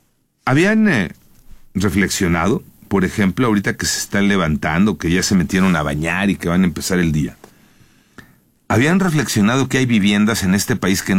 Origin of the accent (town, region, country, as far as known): Mexico